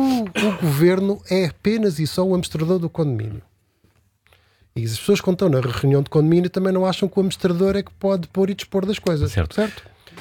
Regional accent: Seixal, Lisbon, Portugal; sou da Margem Sul, portanto, zona de Fernão Ferro

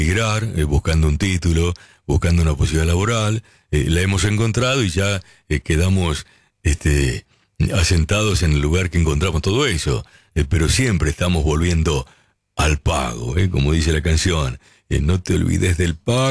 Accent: Los Polvorines, Buenos Aires Province, Argentina; also born or lived in Olivos; de Villa de Mayo. Yo nací en Los Polvorines, acá cerquita, 20 cuadras. Y me crié hasta los 16 con mi abuela Hilda en el barrio.

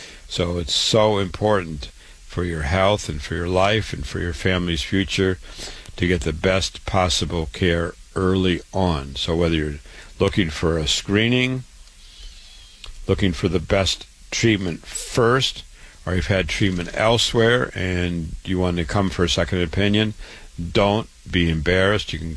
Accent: Waterloo, Iowa, United States; was born and raised in Waterloo, Iowa, went to the University of Iowa, MD at 25, my home state.

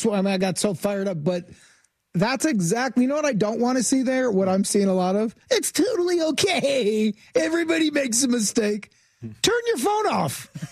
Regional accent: Evanston, Illinois, United States; From Evanston. Okay. Then in the end, Lincoln Park.

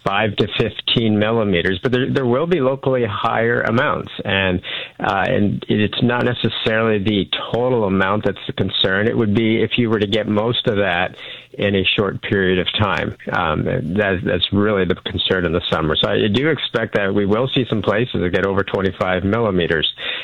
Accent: Vineland, Ontario, Canada; I grew up in Vineland, and, you know, my family's lived there for many years

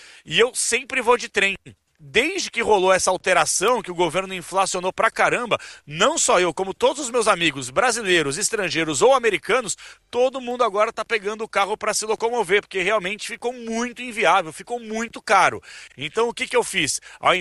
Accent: Brazil; Eu falei, sou do Brasil, o que você está fazendo aqui?

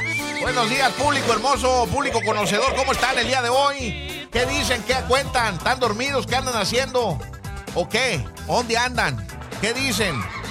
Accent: Mexico; porque somos mexicanos, ¿cómo no?

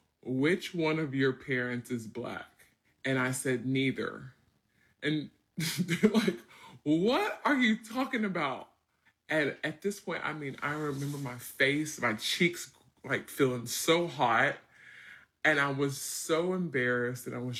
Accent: United States; accent: country; And I have this like thick country accent and I'm washing my hair every single day, which, you know, most black girls do not do.

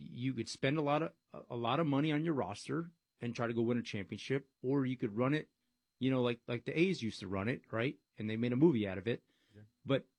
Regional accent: East Coast, United States; now in Texas, United States; I'm a huge Yankee fan. I'm from the East Coast.

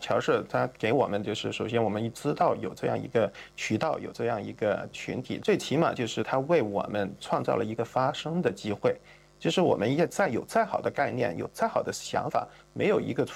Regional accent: China; now in Australia; 我们都会带他们去祖国去感受一下祖国的大好河山，然后让他对自己作为中国人的这个身份有去建立一个正确的认知跟认同感

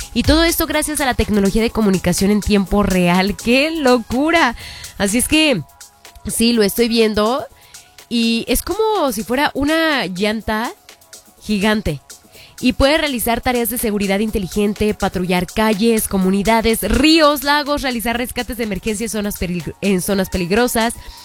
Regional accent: Mexico; Y saben que yo creo que así somos los mexicanos en general, ¿eh?

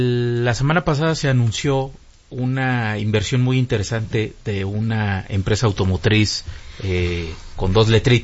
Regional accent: Mexico; los mexicanos le quitamos producción a los chinos

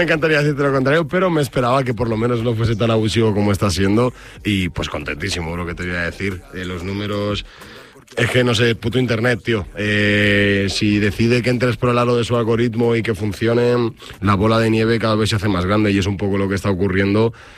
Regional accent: Madrid, Community of Madrid, Spain; pero mi digamos que mi infancia ha sido en Carabanchel, mi adolescencia, madurez, por llamarlo de alguna manera, que tampoco lo considero así, ha sido Aluche.

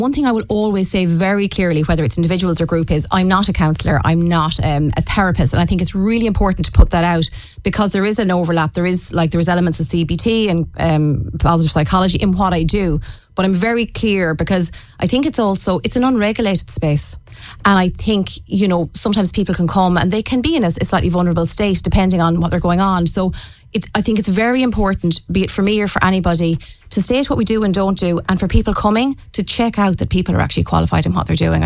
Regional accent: Bohola, County Mayo, Ireland

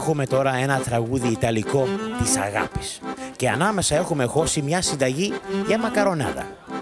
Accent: Greece; Δεν μιλάμε ιταλικά, αφού εγώ είμαι Έλληνας.

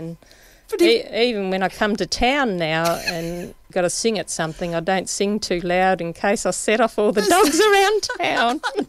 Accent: Harvey, Western Australia, Australia; Yes, I'm one of the lucky ones that can say I was born here and I've been bred here.

